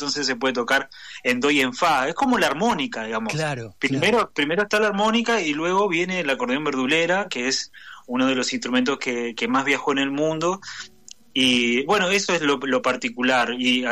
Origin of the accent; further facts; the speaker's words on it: Buenos Aires, Argentina; Yo me he criado escuchando toda esa música en ese tiempo. Soy de acá, soy de Buenos Aires, pero toco y elijo tocar el acordeón y expresarme con música litoraleña.